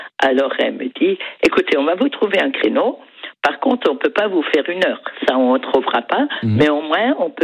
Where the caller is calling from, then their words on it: Grand Est, France; mais moi je viens d'Alsace